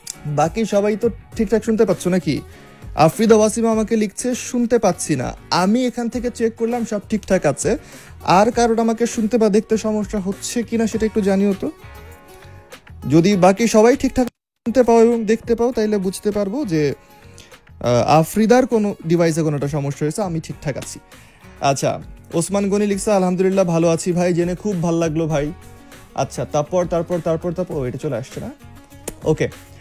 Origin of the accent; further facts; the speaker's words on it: Tangail, Dhaka Division, Bangladesh; now in Dhaka, Bangladesh; আমার দেশের বাড়ি বাংলাদেশ, আমি থাকি ঢাকায়, মানে আমার গ্রামের বাড়ি টাঙ্গাইল, আমি থাকি ঢাকায়।